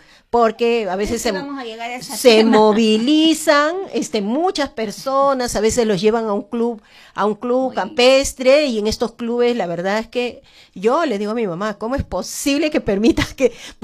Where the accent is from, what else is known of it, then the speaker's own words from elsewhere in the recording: Lima, Peru; somos vecinas de Villa